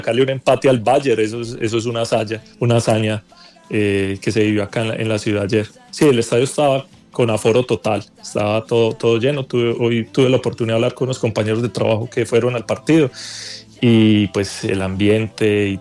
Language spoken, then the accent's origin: Spanish; Colombia